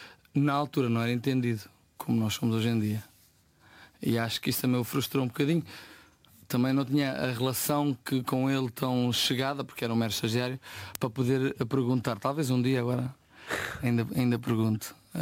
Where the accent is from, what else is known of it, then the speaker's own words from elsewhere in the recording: Oeste, Portugal; Eu venho do oeste